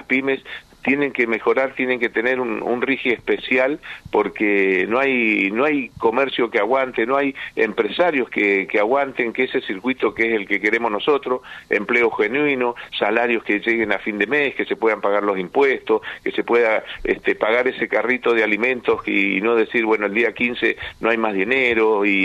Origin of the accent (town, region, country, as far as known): Argentina